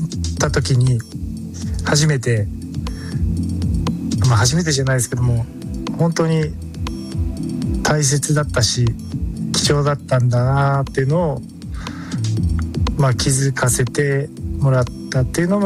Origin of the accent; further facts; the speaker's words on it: Kumamoto, Japan; 僕は生まれ育ちも熊本なんで